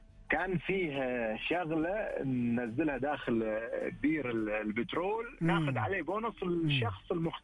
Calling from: Eastern Province, Saudi Arabia; من المنطقه الشرقيه.

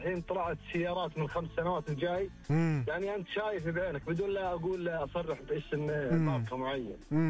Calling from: Saudi Arabia; عندنا في السعودية

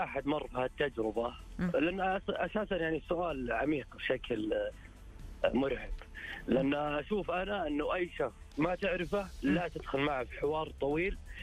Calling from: Riyadh, Riyadh Province, Saudi Arabia; من الرياض.

